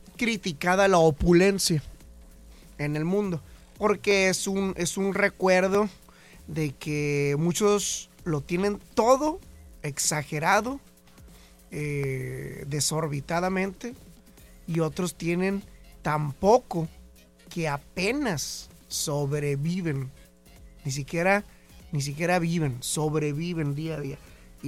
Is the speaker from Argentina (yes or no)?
no; Mexico; como buenos mexicanos y latinoamericanos, hemos convertido el jueves en el primer día del fin de semana.